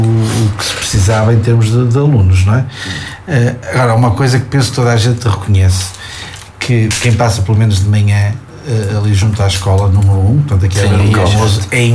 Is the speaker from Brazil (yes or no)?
no; Mozelos, Norte, Portugal; born there; eu que nasci em Moselos